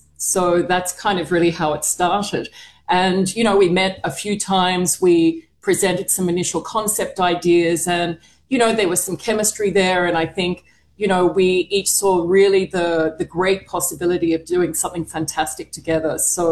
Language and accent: English; Australia; moved away; also born or lived in Singapore; I'm Australian, obviously, but I haven't lived there for a long time. I've spent probably more time in Singapore than I have as an adult in Australia.